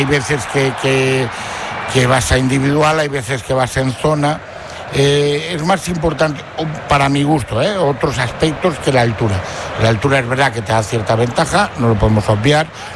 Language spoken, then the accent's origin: Spanish; Valladolid, Castile and León, Spain; Yo soy pucelano y blanquivioleta, soy del Valladolid. Porque nací así y voy a morir así. Todo lo tengo en Valladolid.